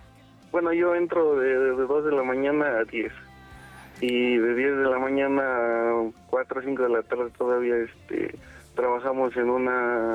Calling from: Hidalgo, Mexico; Yo soy de un pueblo abajito de Pachuca de Soto.

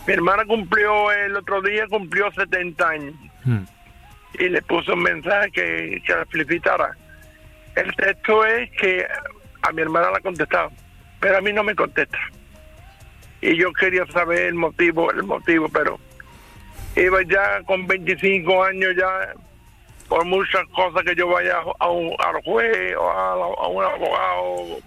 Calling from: Andalusia, Spain; Yo venía de mi pueblo a Coria del Río.

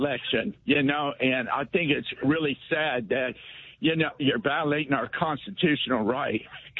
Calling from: Spartanburg, South Carolina, United States

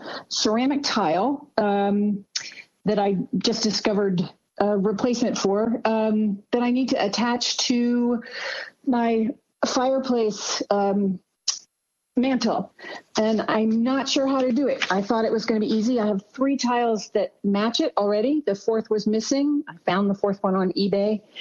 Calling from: Aiken, South Carolina, United States; I'm calling from Aiken, South Carolina.

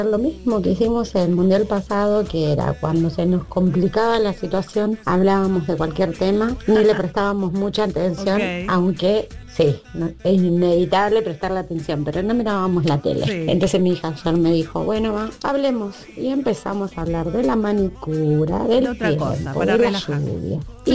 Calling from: Loma del Mirador, Buenos Aires Province, Argentina; Hola, Radio Disney … de Loma del Mirador.

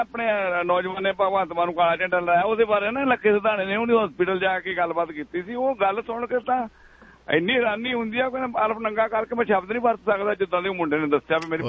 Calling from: Montreal, Quebec, Canada; ਮੈਂ ਆਪਣੇ ਮੋਂਟਰੀਅਲ ਤੋਂ ਆਇਆ ਜੀ, ਟਰੱਕ ਦੇ ਫੋਨ ਤੇ ਸੁਣ ਰਿਹਾ ਜੀ।

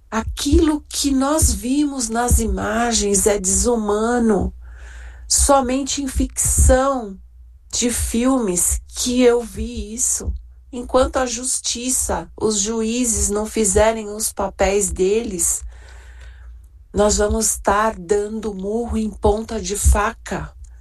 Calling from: São Paulo, Brazil; de São Paulo.

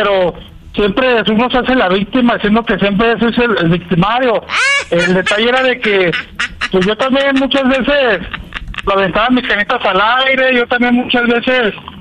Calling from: Guadalajara, Jalisco, Mexico

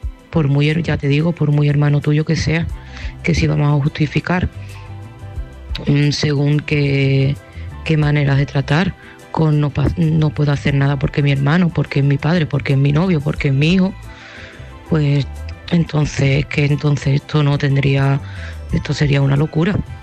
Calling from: Seville, Andalusia, Spain; de Sevilla y este mensaje va para José

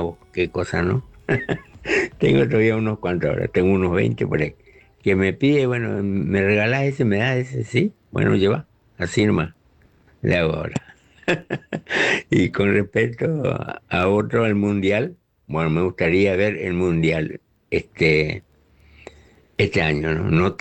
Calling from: Clorinda, Formosa, Argentina; de Clorinda. Bueno, con respecto a la consigna, me gusta coleccionar mates, todas las clases de mates o guampa, como le llaman acá en Formosa

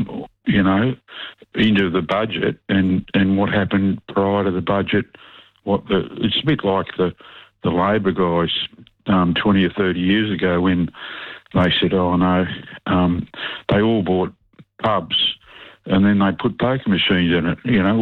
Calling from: Melbourne, Victoria, Australia; I'm from Melbourne.

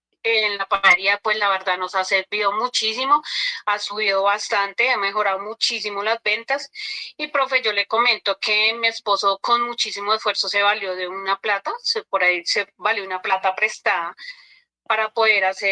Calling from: Villapinzón, Cundinamarca, Colombia; lo estoy llamando desde Villapinzón, Cundinamarca.

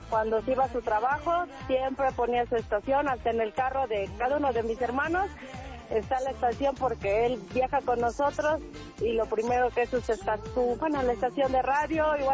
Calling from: Tlaxcala, Mexico; No, estoy aquí en Tlaxcala.

